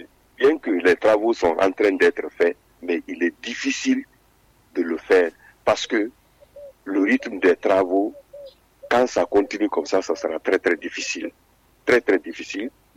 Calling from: Guinea

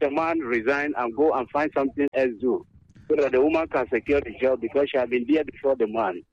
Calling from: Accra, Greater Accra, Ghana; Please, I am calling from Accra.

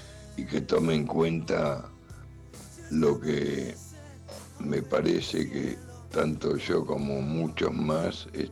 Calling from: Buenos Aires, Argentina; Soy vecino de Palermo

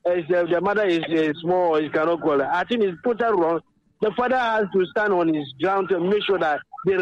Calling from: Teshie-Nungua, Greater Accra, Ghana; I'm calling from Teshinungwa.

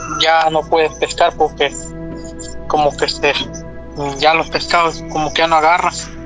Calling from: Tuxpan, Veracruz, Mexico; Desde Tuxpan, Veracruz.

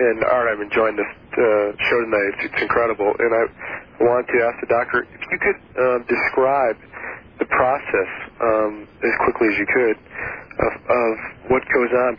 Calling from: Wichita, Kansas, United States

